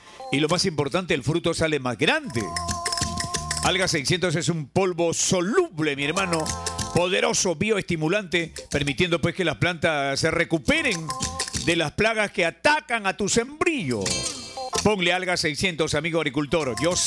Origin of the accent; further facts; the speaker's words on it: Peru; Somos peruanos.